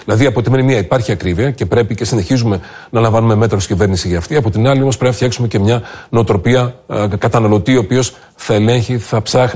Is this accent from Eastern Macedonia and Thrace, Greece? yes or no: no; Trikala, Thessaly, Greece; στον τόπο μου, στα Τρίκαλα, στην Πύλη, ας πούμε, στα χωριά, μπορεί να μην υπάρχουν μεγάλα σούπερ μάρκετ.